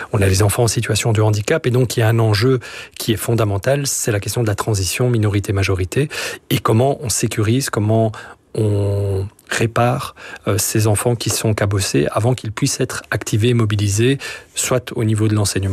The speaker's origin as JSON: {"language": "French", "country": "Belgium"}